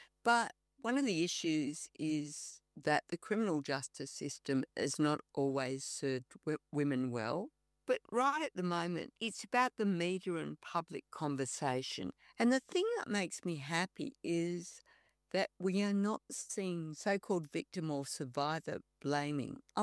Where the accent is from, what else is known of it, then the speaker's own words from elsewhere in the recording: Newcastle, New South Wales, Australia; I mean, I come from a working class background. I grew up in Newcastle and I'm proud of being from Newcastle.